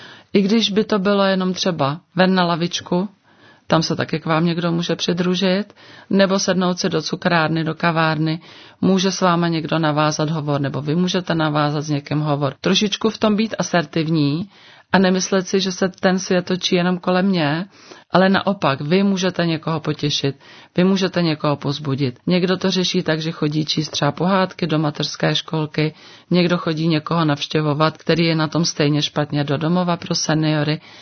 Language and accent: Czech; Plzeň, Plzeň Region, Czechia; já pocházím z Plzně